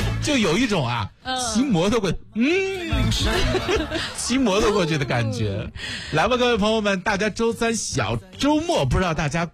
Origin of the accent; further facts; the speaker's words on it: China; 特别对于我们中国人来说